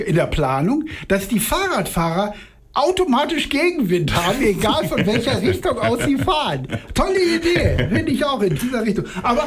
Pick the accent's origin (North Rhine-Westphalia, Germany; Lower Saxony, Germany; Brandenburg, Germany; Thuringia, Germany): North Rhine-Westphalia, Germany; Cologne; Ich bin Kölner. Aus bestimmten Stadtteilen.